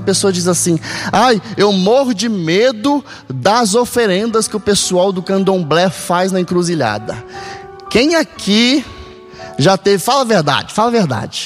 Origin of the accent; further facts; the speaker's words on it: Campos dos Goytacazes, Rio de Janeiro, Brazil; eu sou do interior do Rio, de Campos Goytacazes